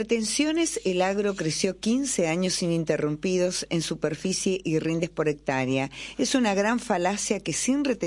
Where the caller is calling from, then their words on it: La Plata, Buenos Aires Province, Argentina; de La Plata.